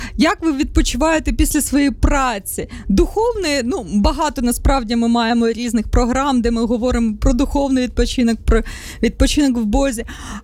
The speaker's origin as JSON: {"language": "Ukrainian", "town": "Sumy", "region": "Sumy Oblast", "country": "Ukraine", "tie": "born or raised there", "said": "Я виросла в місті, так, я виросла в місті Суми"}